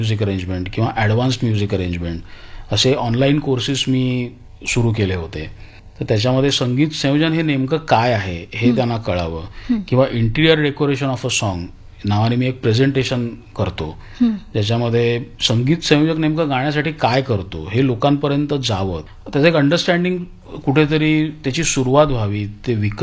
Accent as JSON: {"language": "Marathi", "region": "Maharashtra", "country": "India", "said": "म्हणजे मी मराठी भाषिक आहे पण मला उद्या जर बंगाली गाणं वाजवायचं असेल त्याचं नोटेशन जर समोर असेल तर ते मी वाजवू शकतो"}